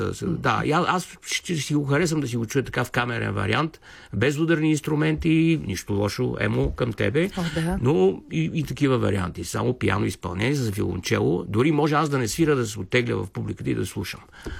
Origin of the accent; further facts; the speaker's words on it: Northern Bulgaria, Bulgaria; си е дошла на мястото в княжество в България, откъдето съм аз.